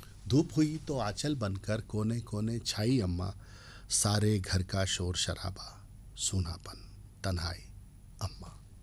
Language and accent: Hindi; Vidisha, Madhya Pradesh, India; also born or lived in Bhopal; और चूंकि मैं संयुक्त परिवार में पला बड़ा हूँ विदिशा भोपाल में